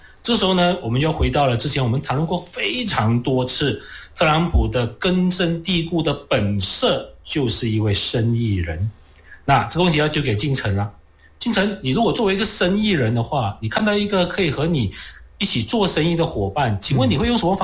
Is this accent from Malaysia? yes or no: yes; Malaysia; 这涉及到我们马来西亚华人在当下的族群局势跟族群政治的这样的一种考量。